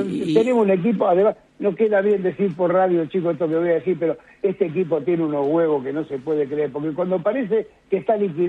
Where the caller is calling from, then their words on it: Argentina; Mi vieja es de Almería y a los 6... Mi abuelo vino para acá, para la Argentina. Mi vieja vino para la Argentina. Yo soy hijo de españoles, pero soy argentino.